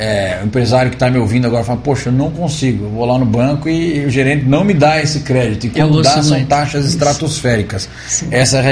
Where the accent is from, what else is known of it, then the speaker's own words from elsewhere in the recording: Itápolis, São Paulo, Brazil; eu tenho muito orgulho de ter caminhado desde muito pequeno aqui em Taquaritinga com meu pai. Nós somos aqui de Itápolis, né? Aqui da cidade vizinha, desde muito novo aqui em Taquaritinga